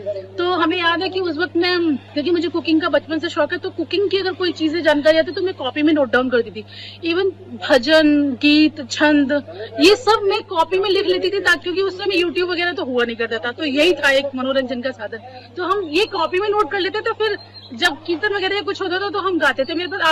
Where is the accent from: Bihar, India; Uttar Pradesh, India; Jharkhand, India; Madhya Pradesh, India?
Uttar Pradesh, India; Bareilly; और मैं बरेली की रहने वाली हूँ।